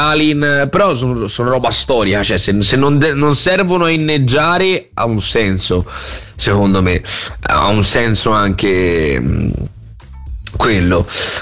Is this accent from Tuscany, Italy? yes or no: yes; Florence, Tuscany, Italy; noi si passa veramente da fiorentini con il cervello piccino piccino e non si sa scherzare